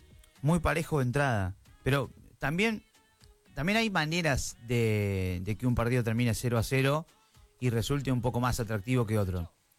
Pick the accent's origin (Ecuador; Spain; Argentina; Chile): Argentina; Nosotros como argentinos sabemos cómo vamos a ver el partido del viernes